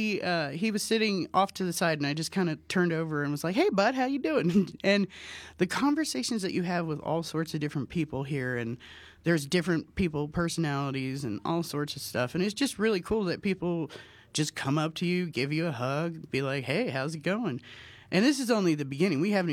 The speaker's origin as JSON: {"language": "English", "town": "Sacramento", "region": "California", "country": "United States", "said": "I'm from the Sacramento area."}